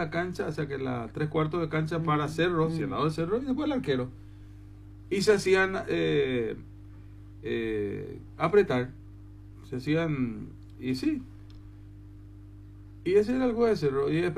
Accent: Paraguay; Yo soy paraguayo

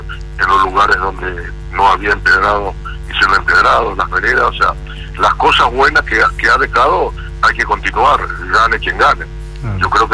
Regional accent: Luque, Central, Paraguay; born there; yo nací en Luque, en Cura Romero

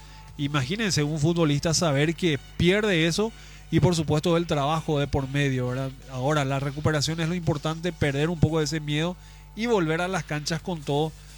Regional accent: Paraguay

